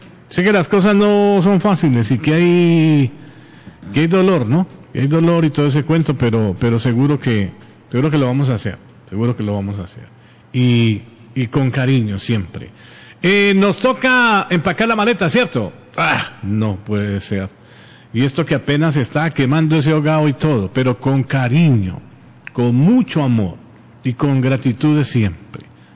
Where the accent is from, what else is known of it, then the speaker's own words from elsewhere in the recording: Colombia; born there; moved away; orgullosamente hablo este castellano, este español, como decimos en la calle. Orgullosamente nací en una tierra maravillosa, en la Puerta Suramérica, en Colombia